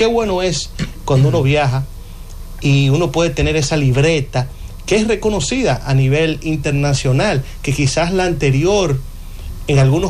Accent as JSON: {"language": "Spanish", "country": "Dominican Republic", "said": "nosotros como dominicanos."}